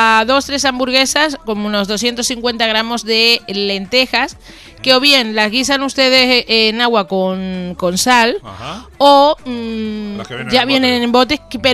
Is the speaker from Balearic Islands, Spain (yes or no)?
no; Bajamar, Canary Islands, Spain